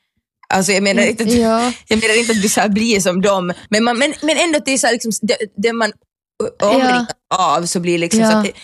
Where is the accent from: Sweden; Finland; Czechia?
Finland; Jag är från Finland